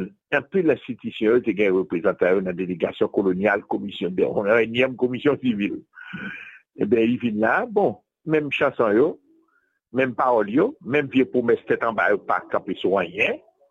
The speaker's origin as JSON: {"language": "French", "country": "Haiti"}